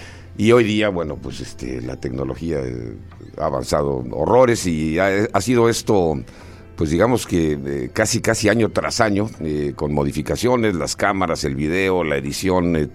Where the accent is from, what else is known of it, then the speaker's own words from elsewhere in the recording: Mexico City, Mexico; also born or lived in Chihuahua; now in Tijuana, Mexico; yo nací en Chihuahua, crecí en la Ciudad de México, mi madre de Sonora, mi padre de Guadalajara y tengo aquí ya 36 años.